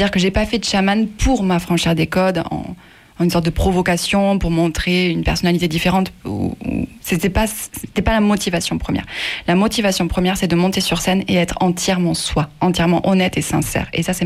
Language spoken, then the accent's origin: French; Occitanie, France; moi, je viens du Larzac, je suis aveyronnaise, j'ai aucune origine espagnole ni gitane